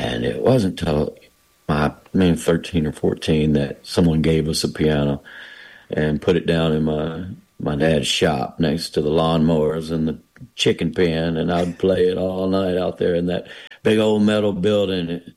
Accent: Magnolia, Arkansas, United States; born or raised there; moved away as an adult; also born or lived in Jonesboro, Arkansas

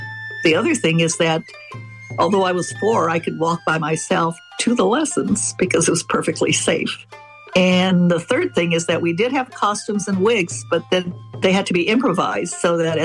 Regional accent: San Jose, California, United States; San Jose, where I'm from, my hometown, is unique in that we may have, we probably have the largest Obon dance festival.

